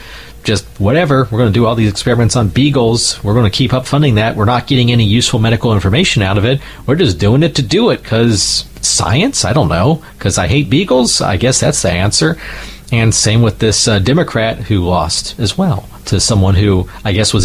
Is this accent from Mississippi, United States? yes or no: no; Virginia, United States; in my hometown